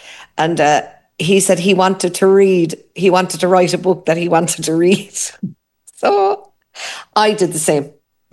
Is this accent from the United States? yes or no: no; Munster, Ireland; growing up in Barra